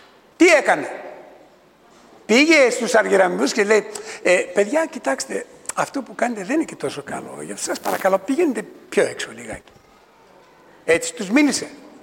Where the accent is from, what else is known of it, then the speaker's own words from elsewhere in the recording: Thessaloniki, Central Macedonia, Greece; moved away; Δεν το λέω επειδή είμαι Θεσσαλονικιός, όχι. Άμα ξύσεις λίγο θα δεις Κρήτη γράφει πάνω.